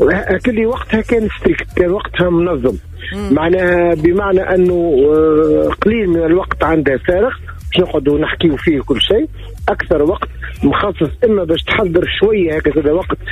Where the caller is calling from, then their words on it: Tunis, Tunis Governorate, Tunisia; نعم من 66 من تونس